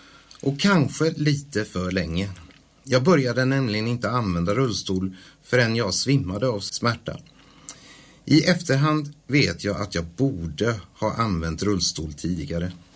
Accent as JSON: {"language": "Swedish", "town": "Daxås", "region": "Halland County", "country": "Sweden", "tie": "born or raised there", "also_born_or_lived": "Hisingen", "said": "Som ni hör så kom jag inte från Falköping. Jag föddes på Hisingen. Men växte upp i Daxås i Varbergs kommun. Jag hade en bokskog och en damm som lekplats."}